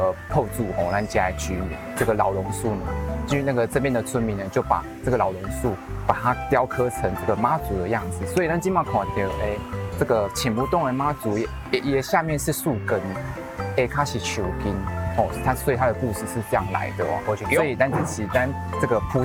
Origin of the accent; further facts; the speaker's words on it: Puzi, Chiayi County, Taiwan; 今天来到我的故乡，就是我的嘉义县的埔主。